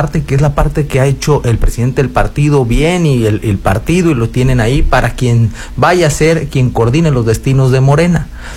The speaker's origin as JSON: {"language": "Spanish", "region": "Sinaloa", "country": "Mexico", "said": "somos sinaloenses"}